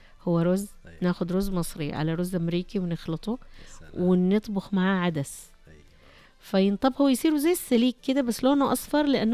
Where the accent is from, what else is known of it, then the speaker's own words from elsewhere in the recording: Western Region, Saudi Arabia; يعني أنا مثلا من الغربية لا، تقبلت بقوة الأكل النجدي التراثي.